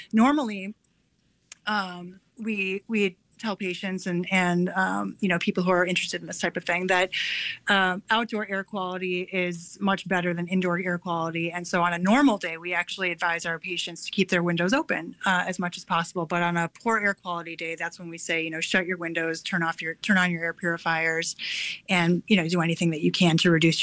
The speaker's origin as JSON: {"language": "English", "town": "Milwaukee", "region": "Wisconsin", "country": "United States", "said": "I'm from Milwaukee myself"}